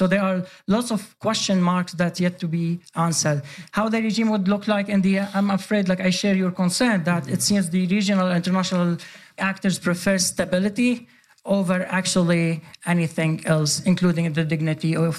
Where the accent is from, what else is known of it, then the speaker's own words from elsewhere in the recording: Sweden; No, very appreciated because I grew up in Sweden.